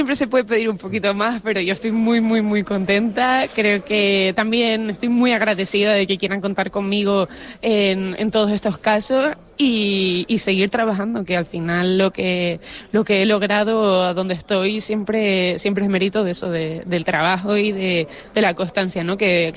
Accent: Canary Islands, Spain; Jugar con la absoluta y encima en mi tierra, con mi gente, siento orgullo máximo.

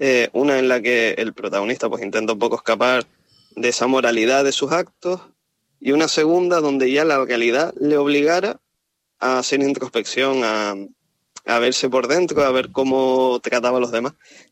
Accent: Tacoronte, Canary Islands, Spain; el pueblo donde se inspira gran parte de la historia, que es mi pueblo, Tacoronte, en Tenerife.

